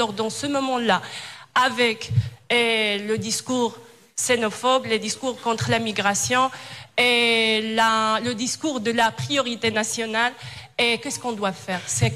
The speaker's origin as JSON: {"language": "French", "town": "Tetouan", "region": "Tanger-Tetouan-Al Hoceima", "country": "Morocco", "lives_now": "Spain", "said": "je suis marocaine et espagnole à la fois, la même fois. Et ça fait longtemps que j'habite en Espagne, ça fait 15 ans, mais je suis espagnole depuis ma naissance, mais les Espagnols ne comprennent pas parce que je suis de Tétouan."}